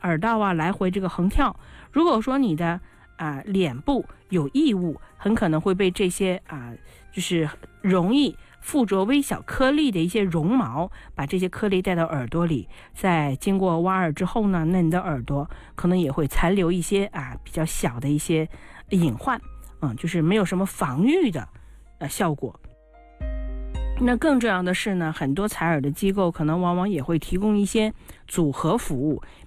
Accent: China; 我们中国人

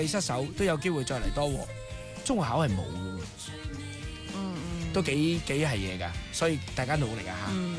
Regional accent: Guangdong, China

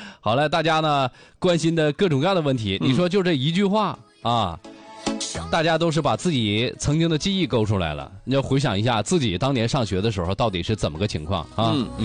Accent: Dunhua, Jilin, China; now in Dalian, China; 其实我的家乡敦化市就是吉林敖东制药厂的所在地。

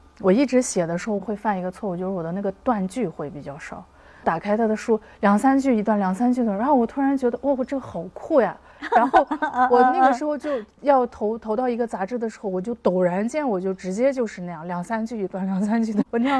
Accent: Ili, Xinjiang, China; born there; moved away; 我就从城南走到了城北，我出生的地方，我发现那里变化很大。就是我们以前房子面前是土路，没有那个路标什么的，这次我去发现那一片就是完全的就是一马平川

